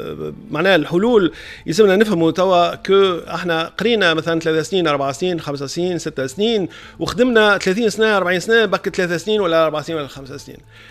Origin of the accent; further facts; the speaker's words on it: Tunisia; عندنا في تونس